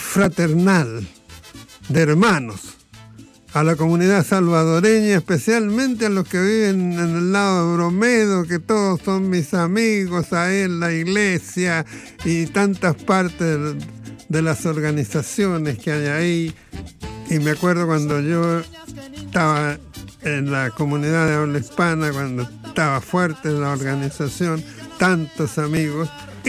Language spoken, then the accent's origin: Spanish; O'Higgins, Chile; moved away; Yo a los mexicanos le digo que soy más mexicano que ellos porque me crié en Colchagua de Chile.